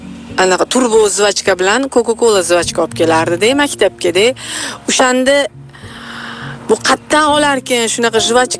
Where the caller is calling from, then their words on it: Tashkent, Uzbekistan; Yunusoboddan